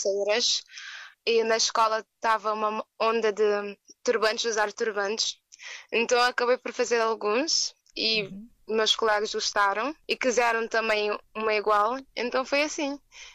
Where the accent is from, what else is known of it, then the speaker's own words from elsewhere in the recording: Cape Verde; sou de Cabo Verde.